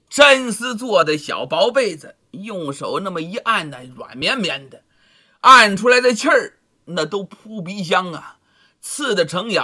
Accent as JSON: {"language": "Chinese", "region": "Shandong", "country": "China"}